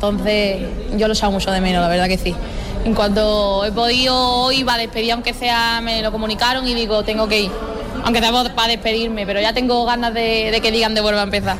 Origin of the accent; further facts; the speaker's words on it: Ubrique, Andalusia, Spain; No, sí, soy de Ubrique también.